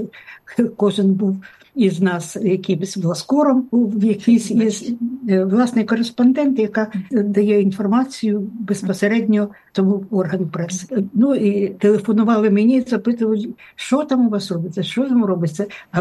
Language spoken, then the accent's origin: Ukrainian; Chornobyl, Kyiv Oblast, Ukraine; А я стою, кажу, люди добрі, то я з Чорнобиля, ось зараз.